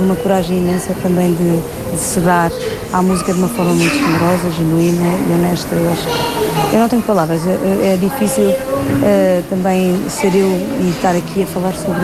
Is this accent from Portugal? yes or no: yes; Portugal